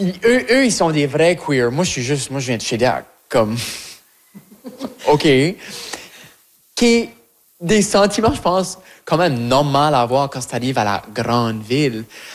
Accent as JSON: {"language": "French", "town": "Shediac", "region": "New Brunswick", "country": "Canada", "tie": "born or raised there", "also_born_or_lived": "Moncton", "lives_now": "Montréal, Canada", "said": "Que oui, c'est ma ville natale que j'aime, love you Shediac, mais je m'étais dit que j'allais jamais retourner là, vivre à Shediac."}